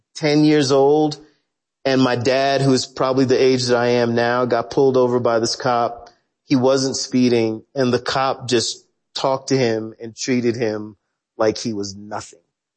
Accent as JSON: {"language": "English", "region": "the South", "country": "United States", "tie": "born or raised there", "said": "as a young black kid growing up in the South"}